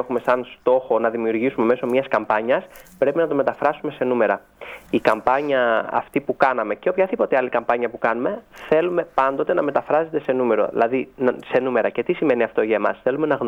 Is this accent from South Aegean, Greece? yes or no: yes; Rhodes, South Aegean, Greece; είμαι πάρα πολύ χαρούμενος που βρίσκομαι στην Ρόδο, στον τόπο μου